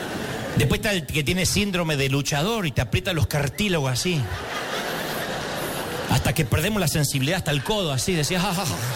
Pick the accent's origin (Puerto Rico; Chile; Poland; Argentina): Argentina; yo estaba en Televisión Nacional en mi país, en Argentina